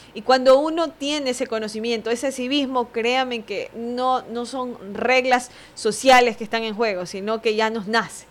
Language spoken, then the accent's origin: Spanish; Ecuador; la historia de nuestro Ecuador, porque nosotros amamos a nuestro país